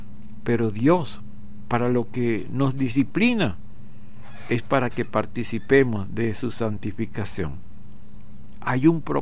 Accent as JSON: {"language": "Spanish", "country": "Venezuela", "said": "como pastor, como ministro del Señor y como venezolano"}